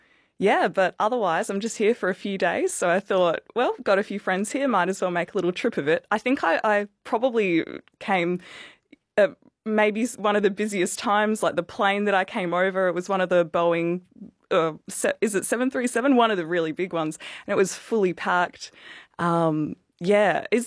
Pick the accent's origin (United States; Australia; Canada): Australia; Geraldton, Western Australia; I'm from Geraldton in WA, which sort of famously has quite yucky tasting water.